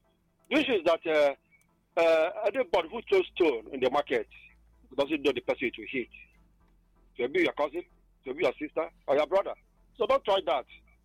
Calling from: Anambra, Nigeria; I'm actually … I come from Obunka, the Anambra State.

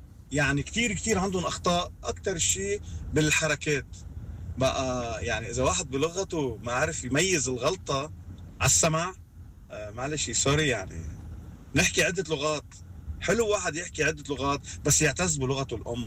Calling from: Harissa, Keserwan-Jbeil, Lebanon; first language Arabic; من حريصة.

